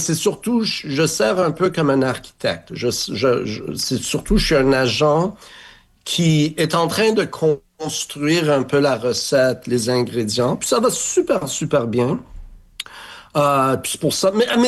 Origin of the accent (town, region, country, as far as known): Montreal, Quebec, Canada